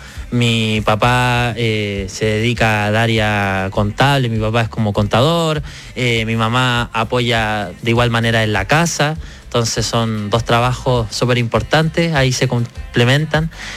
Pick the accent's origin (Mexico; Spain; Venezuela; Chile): Chile; Curacaví, Santiago Metropolitan Region; yo soy de Curacaví, la tierra de los dulces, de los dulces chilenos y las chichas, donde hay mucho talento, donde hay mucho deportista, mucho cantante, mucho músico, de todo, allá encuentro de todo